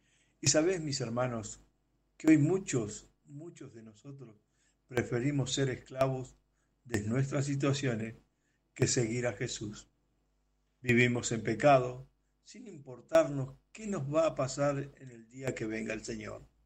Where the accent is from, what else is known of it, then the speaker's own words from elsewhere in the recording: Argentina; soy de Argentina.